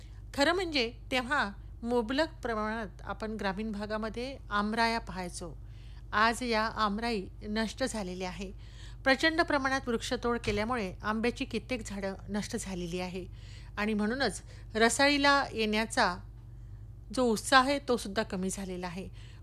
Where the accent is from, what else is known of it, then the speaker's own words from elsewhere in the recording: Maharashtra, India; तुम्ही कुठले, आम्ही विदर्भातले